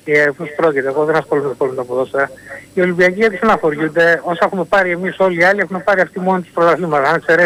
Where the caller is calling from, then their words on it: Metamorfosi, Attica, Greece; από Μεταμόρφωση.